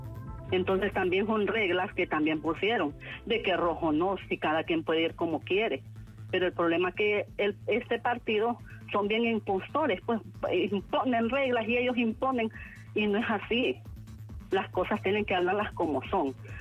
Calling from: Honduras; Soy de la Colonia Canadá

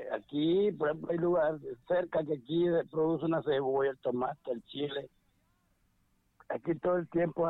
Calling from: Danlí, El Paraíso, Honduras; De Danlí, el Paraíso.

